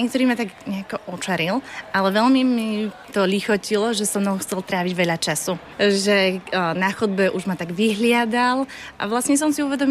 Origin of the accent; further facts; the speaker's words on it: Konská, Žilina Region, Slovakia; Našim domovom vlastne bol môj internát, domácnosť vo Varíne, domácnosť v Konskej, odkiaľ pochádzam.